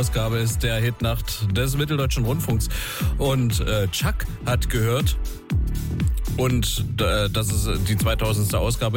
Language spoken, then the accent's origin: German; Bavaria, Germany; now in Augsburg, Germany; Eigentlich bin ich Niederbayer und ich habe dort den ARD-Nachtexpress jahrelang gehört